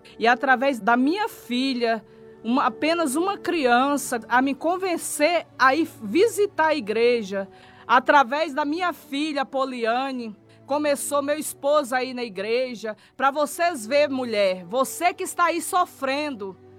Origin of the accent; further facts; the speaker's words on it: Mogi Guaçu, São Paulo, Brazil; also born or lived in Vargem Grande do Sul / Belo Horizonte; sou da cidade de Mogi Guaçu.